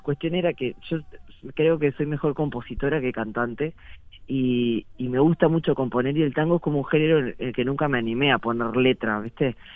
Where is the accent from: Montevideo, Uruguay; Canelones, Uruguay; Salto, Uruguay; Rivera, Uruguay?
Montevideo, Uruguay; now in Minas, Uruguay; yo soy de Montevideo, nací en Sayago, pero vivo en Minas hace ya casi 17 años que me vine.